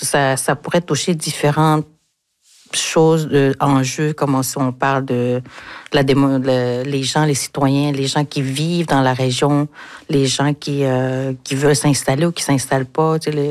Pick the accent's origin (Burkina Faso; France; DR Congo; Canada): Canada; Quebec; vu que je suis Innu de Nautarkoan, le territoire, c'est quelque chose qui est très important pour nous.